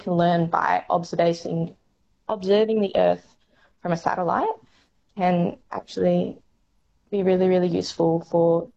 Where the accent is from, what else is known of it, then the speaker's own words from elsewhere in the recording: Western Australia, Australia; growing up in the Kimberleys